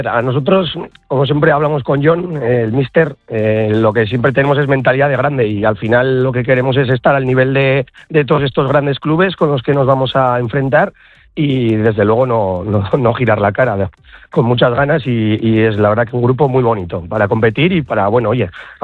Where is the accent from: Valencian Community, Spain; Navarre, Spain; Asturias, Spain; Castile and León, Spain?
Navarre, Spain; Tafalla; cómo somos los navarros y cómo somos los de Tafalla